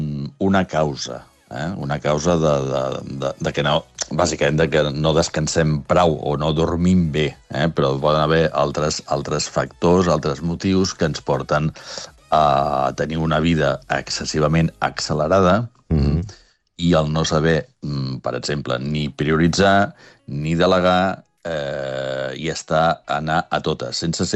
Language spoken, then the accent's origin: Catalan; Barcelona, Catalonia, Spain; jo soc barceloní